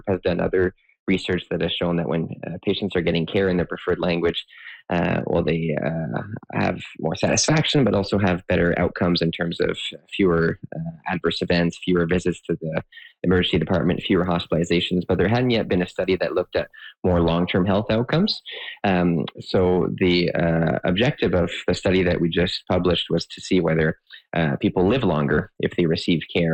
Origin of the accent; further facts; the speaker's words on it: Ottawa, Ontario, Canada; I grew up in Ottawa. I did most of my schooling, including medical school, in French.